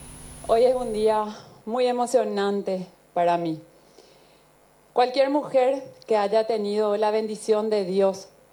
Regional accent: Paraguay; Como madre paraguaya, les agradezco de corazón.

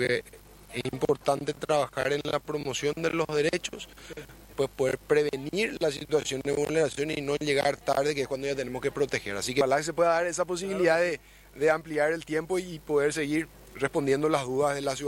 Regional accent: Encarnación, Itapúa, Paraguay; contento como paraguayo, en mi caso contento como encarnaceno

